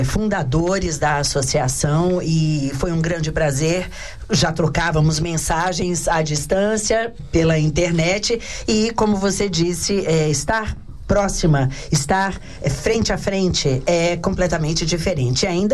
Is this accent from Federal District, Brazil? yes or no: yes; Brasília, Federal District, Brazil; eu sou de Brasília, naturalmente, a capital do Brasil, e aquilo, uma cidade até então muito pequena